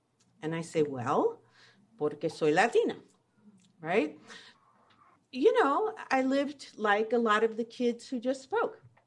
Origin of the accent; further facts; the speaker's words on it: New York, United States; So I was growing up in New York in the 70s, when these people hit.